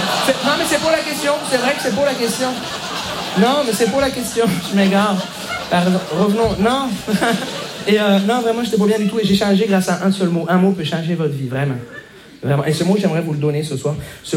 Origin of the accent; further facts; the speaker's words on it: Montreal, Quebec, Canada; Bonjour, je me présente … je viens de Montréal.